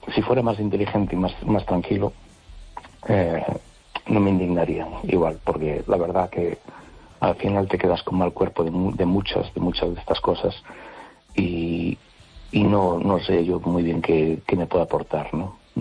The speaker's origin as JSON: {"language": "Spanish", "town": "A Coruña", "region": "Galicia", "country": "Spain", "said": "Hola, buenas noches. … de Coruña."}